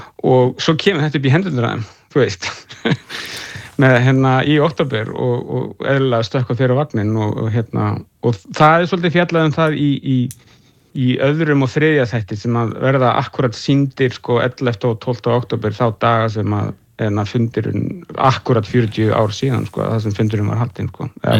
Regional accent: Reykjavík, Capital Region, Iceland; born or raised there

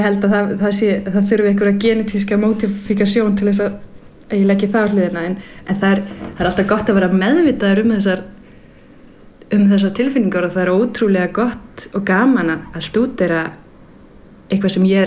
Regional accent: Denmark; now in Iceland; Nú er ég alin upp í Danmörku og það er það mjög mjög sjaldan að þú verður fyrir reiði í opinberu rými

